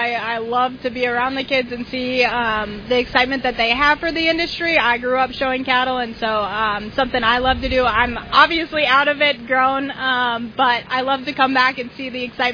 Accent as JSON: {"language": "English", "town": "Wing", "region": "North Dakota", "country": "United States", "said": "I'm from Wing, North Dakota, but this week I serve as the Red River Valley Fair beef and dairy superintendent"}